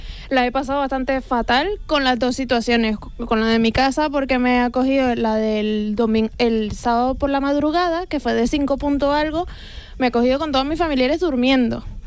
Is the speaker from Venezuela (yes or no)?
yes; Venezuela; now in Spain; en mi país, yo soy de Venezuela